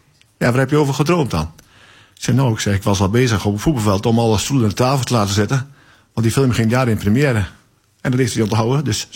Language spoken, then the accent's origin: Dutch; Waterland, North Holland, Netherlands; Ik kwam uit Waterland, Noord-Holland, bij Jan. Okay. De onderdroog van Amsterdam.